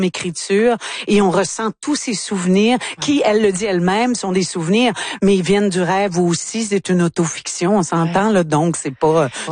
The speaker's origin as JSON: {"language": "French", "town": "La Tuque", "region": "Quebec", "country": "Canada", "said": "près de la rivière Saint-Maurice, que je connais bien, puisque je viens de la Tuque, pas loin de Shawinigan."}